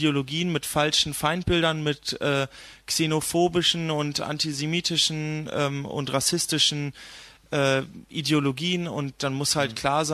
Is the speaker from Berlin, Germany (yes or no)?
yes; Berlin, Germany; als Berliner